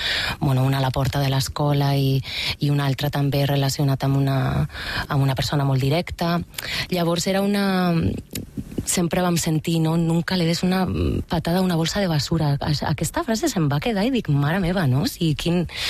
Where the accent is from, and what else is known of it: Bilbao, Basque Country, Spain; born or raised there; Catalan is a second language